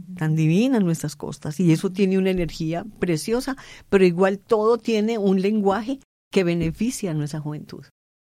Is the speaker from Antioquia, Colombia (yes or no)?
yes; Antioquia, Colombia; yo soy campesina antioqueña y entonces pues tengo sembrado en el alma lo andino, porque así me formaron a mí.